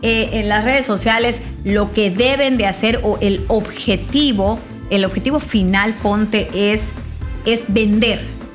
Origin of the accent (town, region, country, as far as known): Mexico